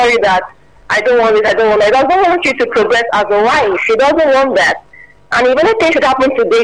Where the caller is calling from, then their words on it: Ogun, Nigeria; calling from Ogun State.